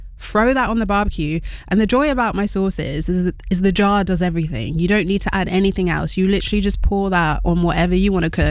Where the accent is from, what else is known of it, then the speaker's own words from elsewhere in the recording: Wales, United Kingdom; My grandma's like, don't forget to mention you're Welsh. I was like, I am proudly Welsh too.